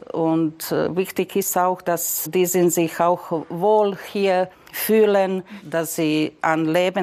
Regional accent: Croatia; German is a second language; dass ich als eine Kroatin zu einer kroatischen Bewohner gehe und ihn frage, welche Wünsche er hat

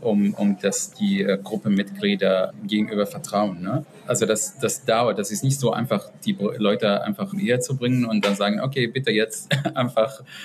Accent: Palestine

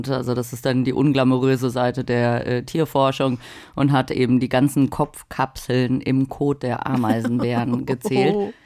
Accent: North Rhine-Westphalia, Germany; now in Brazil; Bei Köln bin ich groß geworden

